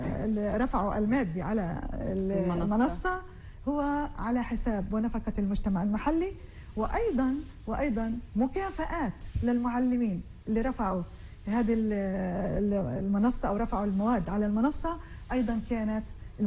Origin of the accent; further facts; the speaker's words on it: Palestine; حطينا فيهم تراثنا الفلسطيني بكل أشكاله